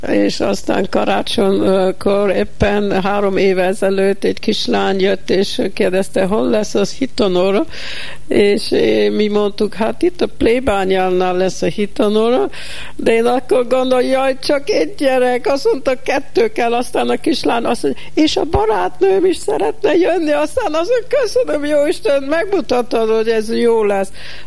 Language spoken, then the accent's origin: Hungarian; Hungary; moved away; also born or lived in United States; és itt nőttem föl gyerekkoromban. Úgyhogy nagy körbe körül szaladtam, és hazajöttem, és biztos az emberek meg fogják azt érteni, hogy idevaló vagyok.